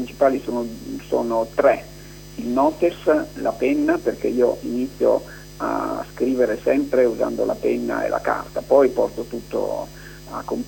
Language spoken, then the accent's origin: Italian; Grado, Friuli-Venezia Giulia, Italy; now in Turin, Italy; io sono figlio di friulani trapiantati a Grado e quindi gradese da quando avevo 2 anni. Sono molto legato a Grado, in questo momento sono a Grado, ci vengo una volta al mese e trascorro qui poi le ferie estive, ma sono anche molto legato al Friuli